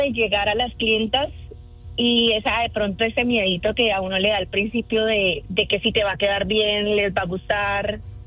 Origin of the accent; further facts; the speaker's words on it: Santander, Colombia; Santander.